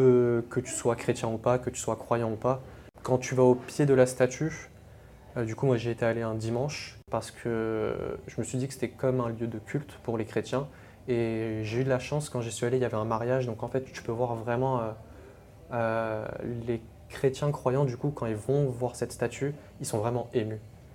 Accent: France; also born or lived in Tunisia; je suis français et en plus, je suis tunisien.

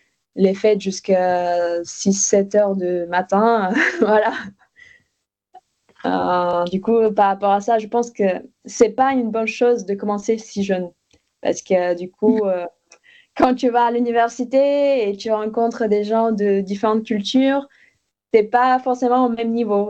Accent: Bulgaria; French is a second language; now in France

